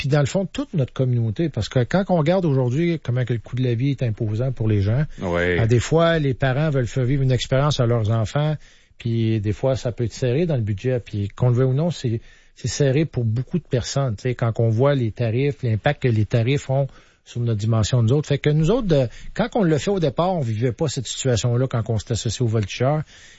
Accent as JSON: {"language": "French", "town": "Thetford Mines", "region": "Quebec", "country": "Canada", "tie": "born or raised there", "said": "Mais quand mon père, je partais de chez nous à Thetford, m'en allait voir les Castors à Sherbrooke, je capotais."}